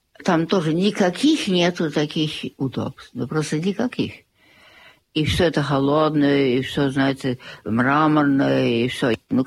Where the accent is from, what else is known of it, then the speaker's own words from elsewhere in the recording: Bavaria, Germany; also born or lived in Munich; А, ну да. То есть я родилась в госпитале в Мюнхене. Ага. Ну, это недалеко. Да.